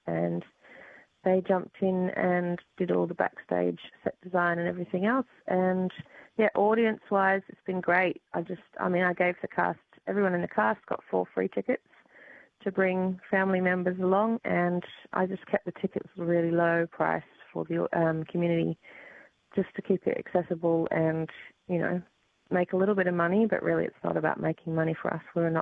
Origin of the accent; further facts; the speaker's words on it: London, United Kingdom; And to be fair, I mean, I grew up living in London as well. I used to go to all the West End shows.